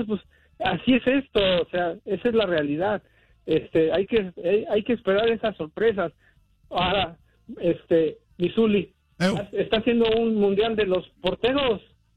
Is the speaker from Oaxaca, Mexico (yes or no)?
no; Mexico City, Mexico; siempre me han tratado muy bien, aunque sepan que soy chilango, yo nunca he tenido problemas por eso.